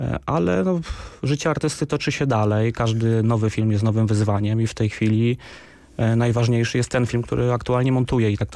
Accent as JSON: {"language": "Polish", "town": "Ruda Śląska", "region": "Silesian Voivodeship", "country": "Poland", "said": "Ja jestem z Rudy Śląskiej, więc to są takie miasta na Górnym Śląsku, które leżą obok siebie, mają dużo wspólnego."}